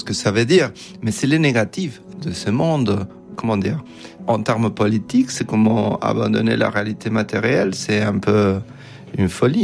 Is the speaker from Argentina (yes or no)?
yes; Argentina; French is a second language; moved away as an adult; now in France; quand je suis en Argentine maintenant, je me sens aussi un peu étrangère.